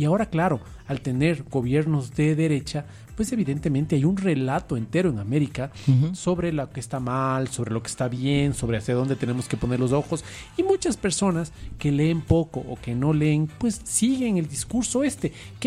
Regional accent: Ecuador; hablemos del Ecuador. Uh-huh. ¿Desde cuándo somos ecuatorianos?

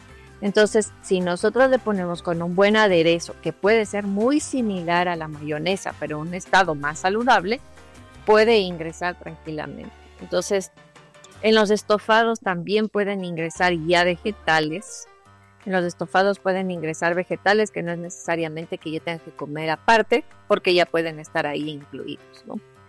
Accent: Ecuador

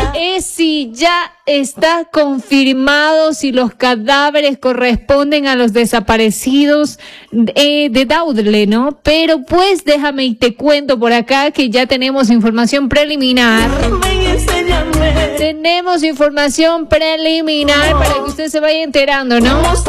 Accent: Ecuador; como ecuatorianos estamos consternados

